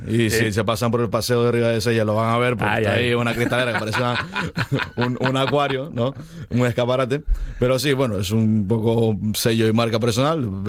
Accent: Brazil; Spanish is a second language; Yo soy brasileño.

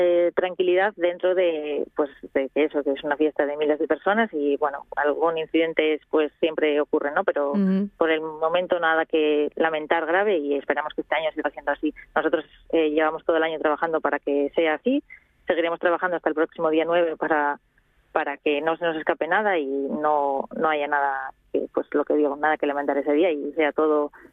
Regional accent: Pravia, Asturias, Spain; Somos todos de Pravia, de casa. Todos tenemos fotos pues evolucionando dentro de la fiesta.

